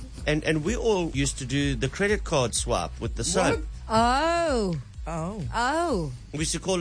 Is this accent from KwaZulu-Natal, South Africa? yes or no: yes; Pinetown, KwaZulu-Natal, South Africa; born there; We had one bathroom in our house in Pinetown.